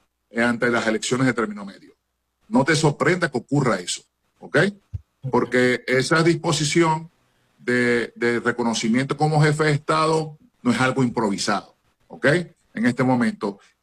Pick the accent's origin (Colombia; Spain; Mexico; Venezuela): Venezuela; Trump no está pendiente de la mejor calidad de vida tuya y mía como venezolano.